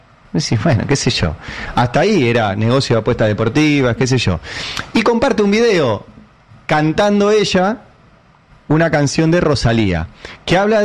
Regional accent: Argentina; los argentinos somos violentos.

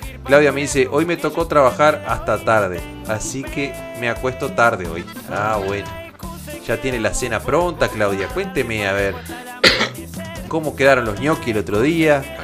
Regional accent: Uruguay; todos los hinchas de Nacional y Peñarol hinchamos por Torque, como uruguayos que somos

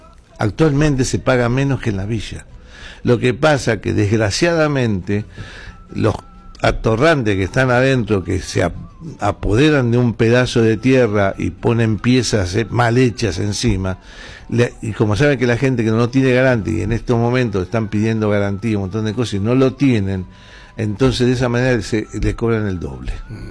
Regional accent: Buenos Aires, Argentina; Me crié en la ciudad oculta.

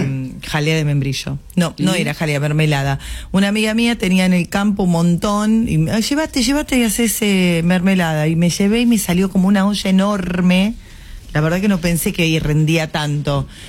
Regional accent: Argentina; la argentina.

